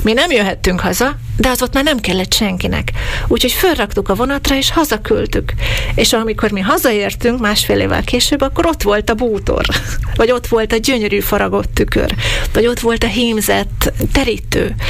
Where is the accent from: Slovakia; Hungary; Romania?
Slovakia; szlovákiai magyarként nekem döbbenetes volt, hogy a magyar téma teljesen kimaradt az egész diskurzusból.